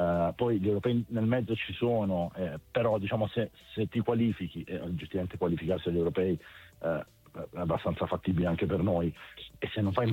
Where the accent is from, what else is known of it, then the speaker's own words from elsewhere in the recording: Bari, Apulia, Italy; io sono di Bari